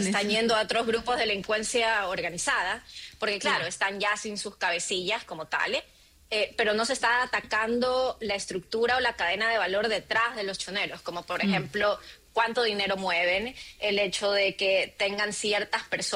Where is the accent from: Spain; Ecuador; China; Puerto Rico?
Ecuador; tú como ecuatoriana